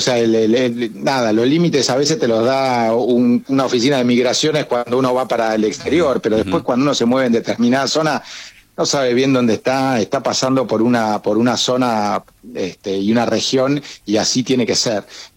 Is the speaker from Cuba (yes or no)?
no; Argentina